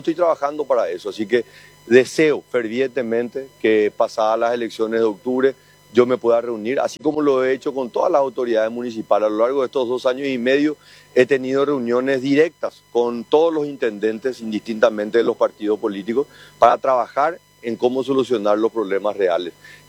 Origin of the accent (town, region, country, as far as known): Paraguay